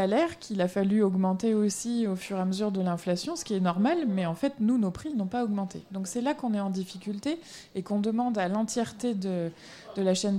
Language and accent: French; France; je dis que je suis française